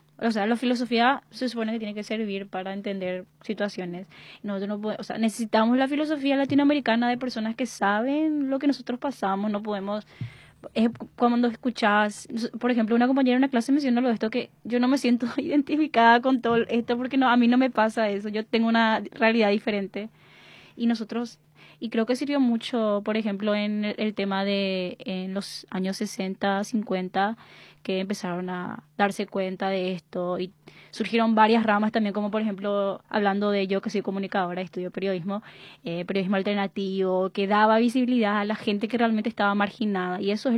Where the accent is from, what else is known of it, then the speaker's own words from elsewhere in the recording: Paraguay; nosotros que somos paraguayos